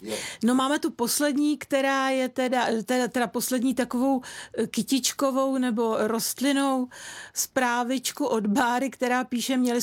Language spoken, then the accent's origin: Czech; Central Bohemian Region, Czechia; Takže, protože to u nás v Brdech teda, když jsme šli na borůvky, tak to tam hodně rostlo.